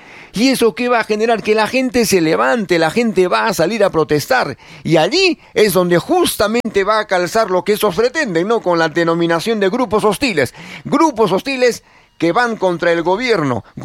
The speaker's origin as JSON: {"language": "Spanish", "country": "Peru"}